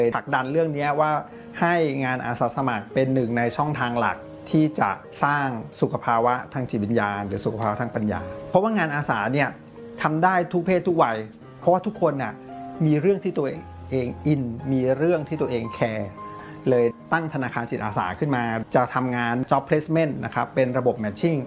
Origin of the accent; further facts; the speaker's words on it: Bangkok, Thailand; เป็นเด็กกรุงเทพครับเกิดและโตที่กรุงเทพ